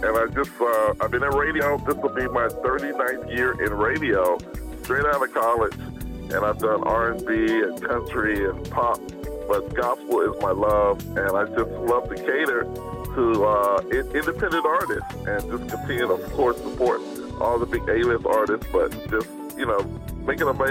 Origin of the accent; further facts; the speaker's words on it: North Carolina, United States; I am so excited, first of all, that the Stellar Awards are coming to my home state, North Carolina.